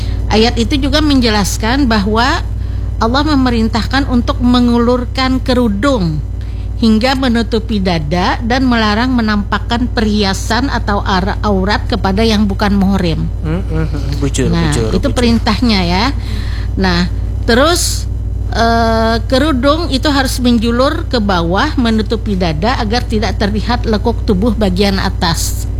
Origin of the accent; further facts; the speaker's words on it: South Kalimantan, Indonesia; Kalau berbicara tentang hal tersebut, yang pertama sebagai orang Banjar ya, hendaknya tradisi-tradisi kita yang baik itu diteruskan.